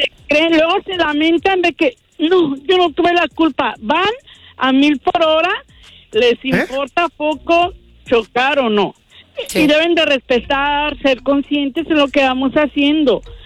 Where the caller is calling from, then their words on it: Nevada, United States; Yo vivo en Nevada